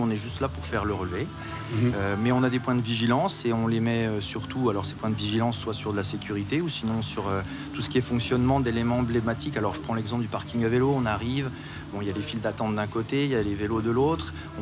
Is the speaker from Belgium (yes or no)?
no; Charleville-Mézières, Grand Est, France; je suis né à Charleville, originaire de la vallée de la Meuse.